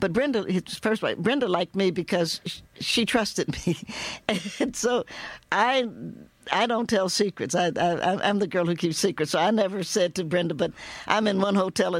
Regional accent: the South, United States; Being a Southerner

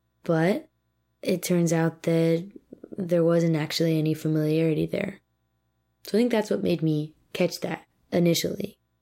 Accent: Philadelphia, Pennsylvania, United States; And I was like, no way. I'm from Philly. That's amazing. Let's talk about it. I'm an out-of-state student going to a state school.

